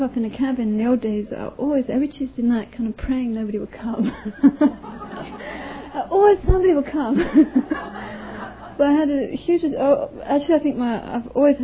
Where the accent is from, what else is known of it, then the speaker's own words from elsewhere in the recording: England, United Kingdom; And it's like when we grew up in England, we hear all these words, you know, Chicago, Arkansas, California, and it's like, oh, America.